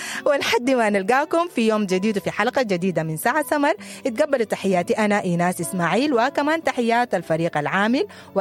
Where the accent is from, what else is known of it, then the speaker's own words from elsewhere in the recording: Sudan; ونحن أكيد كسودانيين